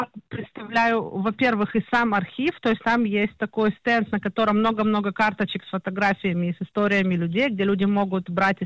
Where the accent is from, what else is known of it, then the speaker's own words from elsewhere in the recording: Ukraine; now in Israel; Я сама репатрировалась с Украины